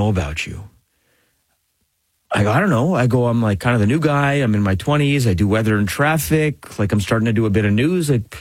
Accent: Etobicoke, Ontario, Canada; I think I've mentioned that I'm like from Etobicoke and that I went to like McMaster maybe.

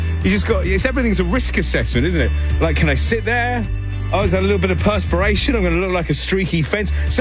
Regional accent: United Kingdom; accent: British; now in Toronto, Canada; Then they hear my accent and they go, oh yeah, that fits. The paleness fits the British.

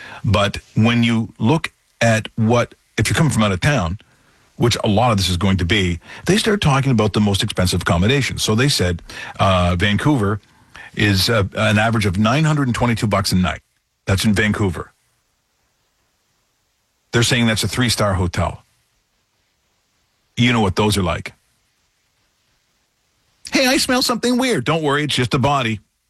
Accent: Ireland; Now, I'm not complaining as an Irish person that you're going to keep it up longer

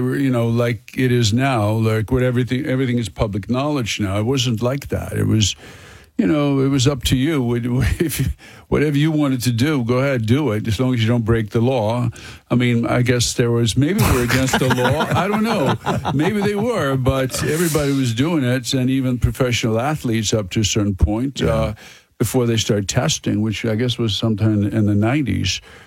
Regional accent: Sweden; English is a second language; Well, you know, I'm from Sweden. It's close. It's about a two-hour flight from Moscow to Stockholm.

